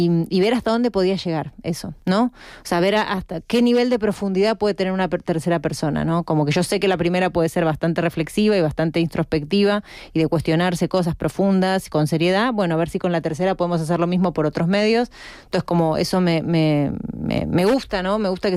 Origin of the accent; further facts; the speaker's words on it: Madrid, Community of Madrid, Spain; somos tan madrileñas como el resto de las madrileñas, y en Madrid también se habla como hablamos nosotras, ¿no?